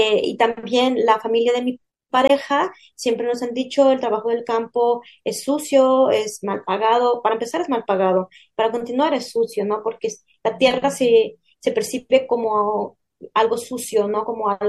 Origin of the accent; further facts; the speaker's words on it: Mexico; now in Europe; yo como mexicana